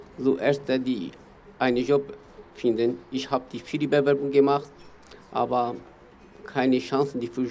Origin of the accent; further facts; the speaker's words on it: Turkey; German is a second language; now in Germany; seit 3 Jahren in Deutschland. Ich habe 4 Kinder. Meine Heimat ist sehr schwierig für die Leben und für die immer die Politik und auch sehr schwierig für die Kurden. Ich komme aus der Türkei.